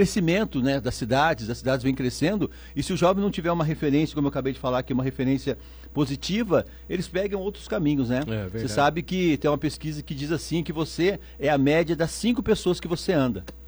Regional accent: Pindamonhangaba, São Paulo, Brazil; nasci lá no Campo Alegre, bairros, né, conheço todo mundo

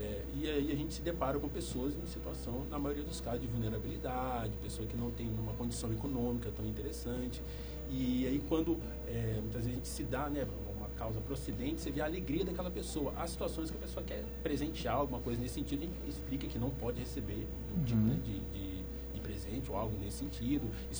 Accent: Brazil; como, né, brasileiros

